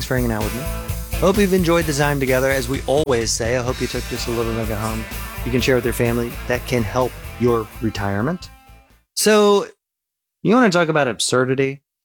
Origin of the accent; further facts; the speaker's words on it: Midwest, United States; Like, I grew up in the Midwest.